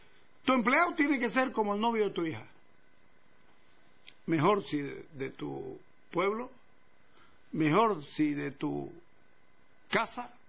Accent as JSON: {"language": "Spanish", "region": "Santa Cruz", "country": "Bolivia", "said": "Santa Cruz es mi patria, Bolivia es mi país."}